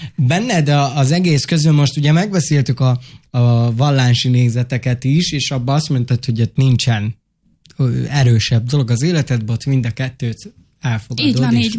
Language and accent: Hungarian; Hungary; magyarországi roma vagyok